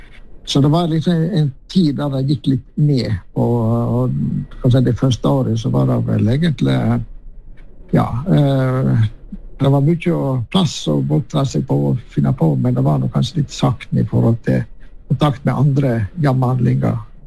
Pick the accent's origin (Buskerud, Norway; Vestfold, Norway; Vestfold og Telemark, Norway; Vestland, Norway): Vestland, Norway; Kinsedal; Ja, jeg vokste opp i Kinsedal, en liten grend på Søsia, så lustringene kanskje ikke alle kjenner, men det var jo der jeg hadde min første år